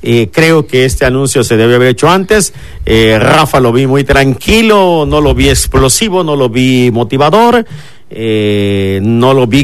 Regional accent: Mexico

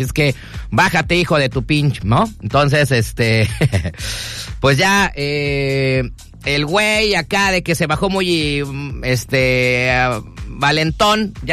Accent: Mexico City, Mexico; Soy chilango, güey.

